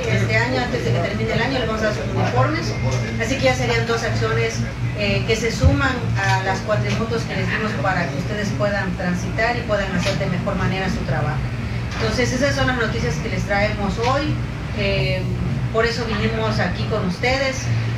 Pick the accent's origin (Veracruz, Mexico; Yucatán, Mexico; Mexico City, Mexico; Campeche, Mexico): Campeche, Mexico; Tenabo; nosotros como somos originarios de Tenabo